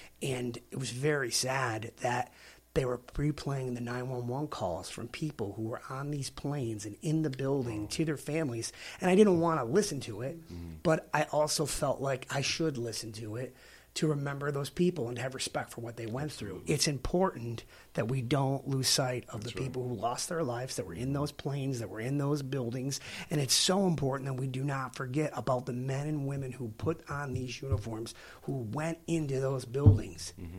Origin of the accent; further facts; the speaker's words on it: Buffalo, New York, United States; Again, I'm from Buffalo originally.